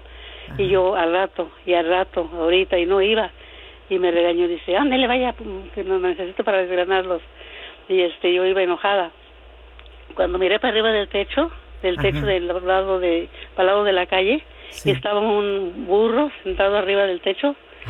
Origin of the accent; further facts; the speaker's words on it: Jalisco, Mexico; En México, yo soy de México, de Jalisco.